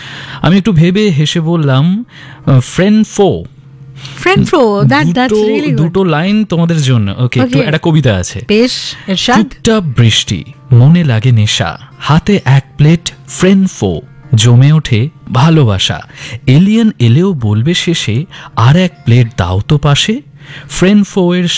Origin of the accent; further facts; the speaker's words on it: Baharampur, West Bengal, India; now in Bhopal, India; আমি বাড়ি আমার বহরমপুর মুর্শিদাবাদ, পেশায় একজন ভারতীয় সৈনিক, বর্তমানে আমার পোস্টিং ভোপালে।